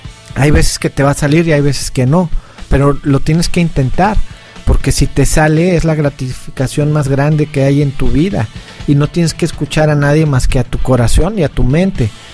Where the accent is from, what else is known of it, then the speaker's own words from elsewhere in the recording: Mexico; para mí ha sido un honor como mexicano